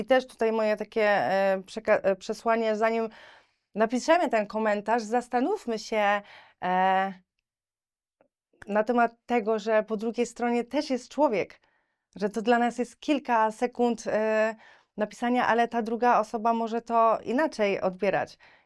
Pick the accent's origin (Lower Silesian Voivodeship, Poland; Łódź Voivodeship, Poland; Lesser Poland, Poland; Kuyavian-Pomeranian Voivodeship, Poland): Kuyavian-Pomeranian Voivodeship, Poland; Włocławek; Jak byłam na studiach, czy miałam praktyki, no to byłam w różnych miejscach u nas w Włocławku